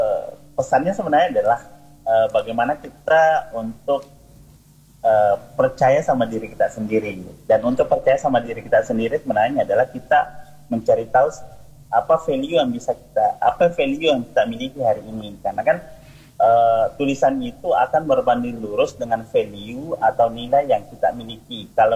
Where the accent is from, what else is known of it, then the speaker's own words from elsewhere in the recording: Tarakan, North Kalimantan, Indonesia; Ya, saya dari Tarakan, Kak.